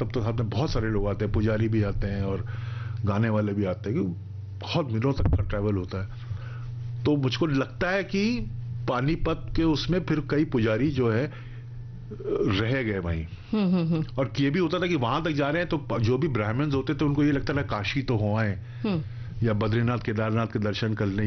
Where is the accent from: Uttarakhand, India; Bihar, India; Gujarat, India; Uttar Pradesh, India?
Uttarakhand, India; वैसे तो मैं हूँ उत्तराखंड का, हम लोग पहाड़ के हैं रहने वाले